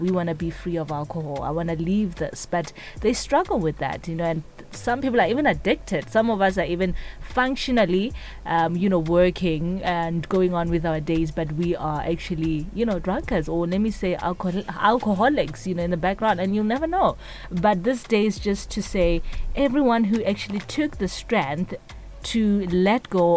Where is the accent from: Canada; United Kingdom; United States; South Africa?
South Africa; You know how we are as South Africans